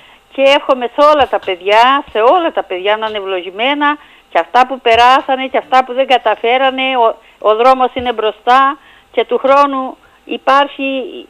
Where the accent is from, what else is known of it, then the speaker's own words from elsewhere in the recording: Greece; moved away; στο χωριό μου, ναι, το Νεφιά.